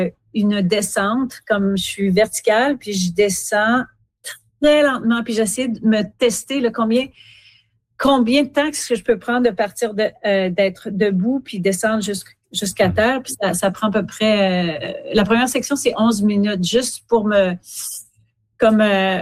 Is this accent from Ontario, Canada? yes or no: no; Quebec City, Quebec, Canada; Puis moi, je suis native de Québec, évidemment.